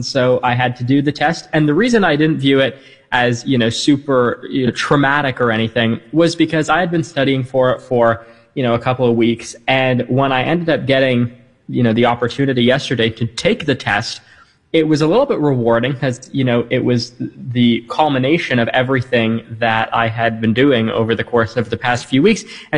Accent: Toronto, Ontario, Canada; I'm from Canada, who doesn't know me.

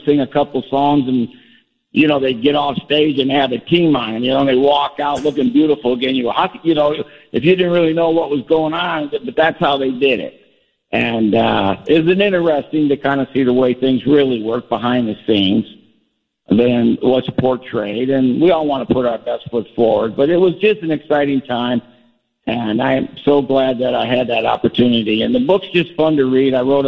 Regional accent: Kalamazoo, Michigan, United States; moved away as an adult; I was raised, I think, maybe about an hour and a half drive from Chicago in Kalamazoo, Michigan.

